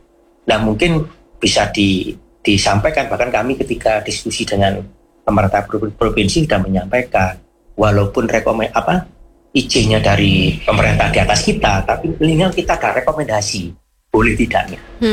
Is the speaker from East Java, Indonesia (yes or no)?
yes; Batu, East Java, Indonesia; kita warga Batu